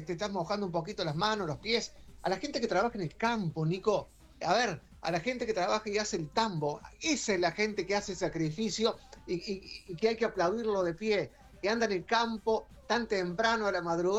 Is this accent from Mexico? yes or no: no; Córdoba, Argentina; el argentino, y sobre todo el cordobés